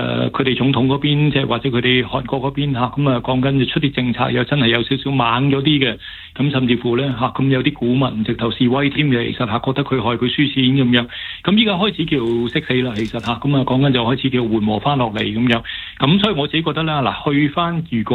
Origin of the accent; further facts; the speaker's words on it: Hong Kong; 作為香港人，